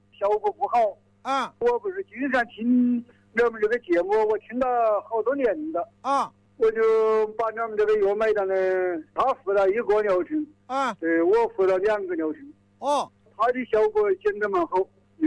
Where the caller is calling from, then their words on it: Enshi, Hubei, China; 我是湖北恩施的沙棘乡。